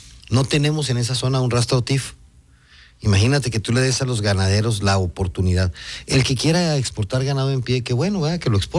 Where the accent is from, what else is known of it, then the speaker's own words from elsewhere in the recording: Chihuahua, Mexico; Somos orgullosamente mexicanos. Yo soy muy mexicano, lo digo con toda.